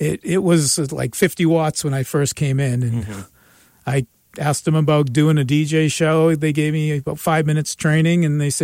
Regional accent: Yarmouth, Maine, United States; I grew up in Yarmouth.

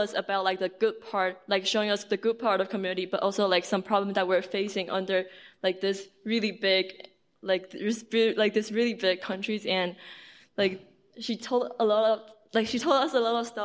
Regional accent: Taiwan; English is a second language; We're from the United World College, and … I'm from Taiwan. I'm still learning English, so I wish everyone can try to understand my English.

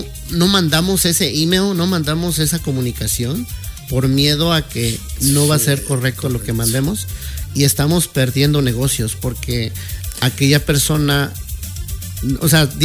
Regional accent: Mexico; first language Spanish; now in United States; Yo nací en México, crecí en México, mi primer idioma es México.

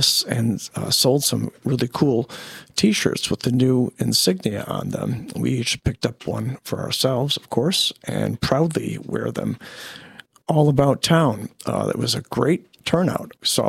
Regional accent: Dearborn, Michigan, United States; as a kid growing up in Dearborn, Michigan.

